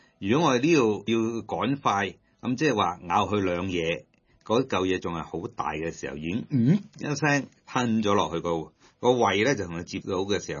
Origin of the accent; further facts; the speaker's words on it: Hong Kong; 我哋香港人呢就係、是、真係非常忙碌嘅，